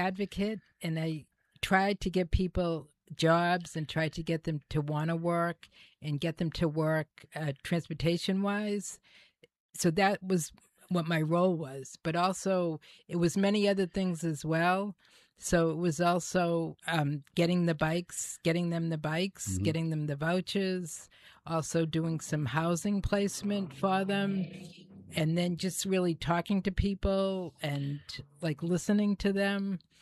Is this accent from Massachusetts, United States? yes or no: yes; Boston, Massachusetts, United States; moved away; I'm originally a Bostonian area person